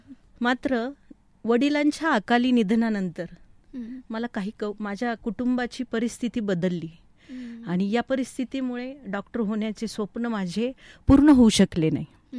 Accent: Shrirampur, Maharashtra, India; अहिल्यानगर जिल्ह्यातील श्रीरामपूर तालुका या गावामध्ये माझे बालपण गेले. आता या गावामध्येच माझे प्राथमिक, माध्यमिक, त्यानंतर उच्च माध्यमिक, त्याचबरोबर डिग्री एज्युकेशनपर्यंत मी या श्रीरामपूर शहरातच होते.

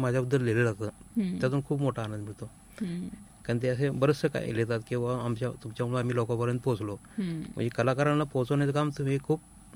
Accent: Satara, Maharashtra, India; moved away as an adult; now in Ahmednagar, India; माझं बालपण साताऱ्यामध्ये गेलं

